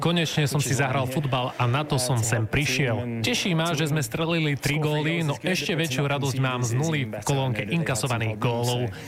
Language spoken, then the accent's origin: Slovak; England, United Kingdom; Slovak is a second language; moved away as an adult; now in Košice, Slovakia; Ako Angličan sa už od spoluhráčov učím aj nové slová